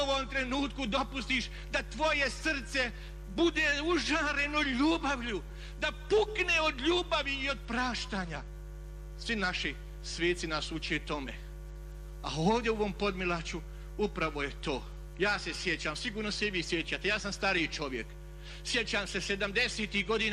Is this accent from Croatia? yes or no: no; Bosnia & Herzegovina; Bosna i Hercegovina je naša zemlja, naša domovina u kojoj mi živimo